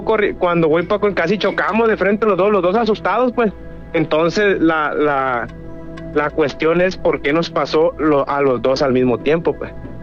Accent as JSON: {"language": "Spanish", "town": "Santiago Ixcuintla", "region": "Nayarit", "country": "Mexico", "tie": "born or raised there", "said": "tengo una historia que yo soy originario de Santiago Ixcuintla, Nayarit."}